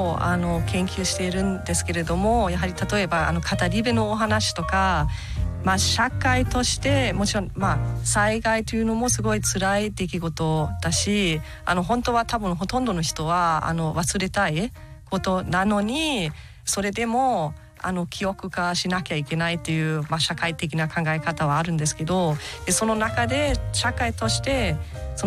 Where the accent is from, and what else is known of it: Germany; Japanese is a second language; moved away